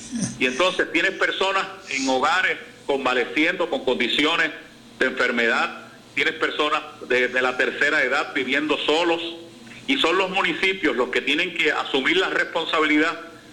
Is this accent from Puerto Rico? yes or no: yes; Puerto Rico; Yo fui alcalde 24 años y yo tuve que vivir la experiencia del huracán María, que fue el impacto más catastrófico en la historia moderna de mi pueblo y de Puerto Rico.